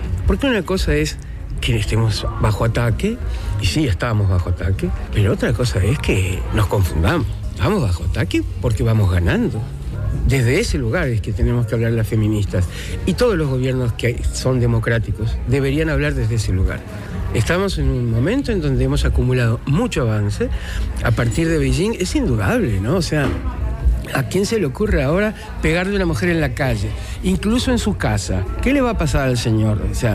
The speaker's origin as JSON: {"language": "Spanish", "country": "Uruguay"}